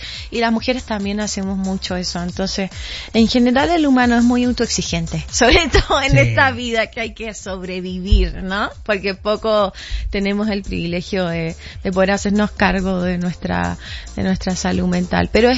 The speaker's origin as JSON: {"language": "Spanish", "country": "Chile", "said": "No, soy muy orgullosamente chilena, pero te juro que, o sea, como que me encanta cómo hablan y a veces como mi español es neutro."}